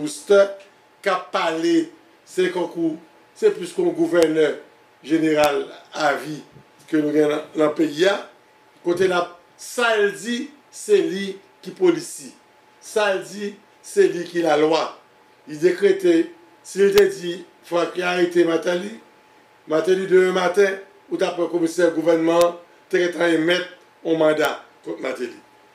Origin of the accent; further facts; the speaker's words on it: Haiti; Nous sommes jeunes d'Haïti, des jeunes petits garçons.